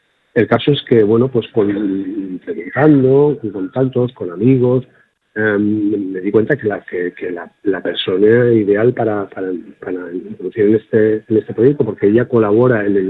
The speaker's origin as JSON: {"language": "Spanish", "region": "Valencian Community", "country": "Spain", "tie": "born or raised there", "moved": "as an adult", "lives_now": "Andalusia, Spain", "said": "Soy valenciano, pero soy más casi andaluz valenciano, porque llevo más tiempo en Andalucía que en la tierra en la que nací y me formé como músico"}